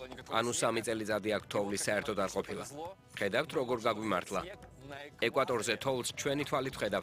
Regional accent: Ukraine; now in London, United Kingdom; ჩვენ ლონდონიდან ვართ, მე უკრაინიდან.

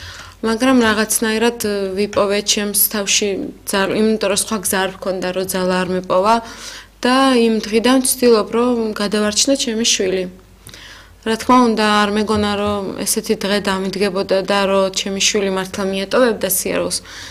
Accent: Abkhazia, Georgia; moved away as an adult; now in France; ჩვენ აფხაზეთიდან ვართ. იქ ცხოვრობდით, ძალიან ბედნიერი ცხოვრება გქონდა, მაგრამ სამწუხაროდ შეიცვალა ჩვენი ცხოვრება და 2021 წელს გავემგზავრეთ საფრანგეთში.

